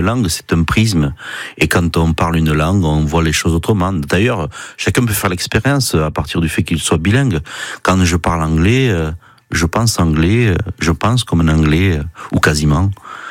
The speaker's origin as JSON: {"language": "French", "country": "France", "said": "Quand on est français, on en a que quelques-uns, parce que en fait, la neige, même si on a compté des montagnes, c'est pas notre domaine."}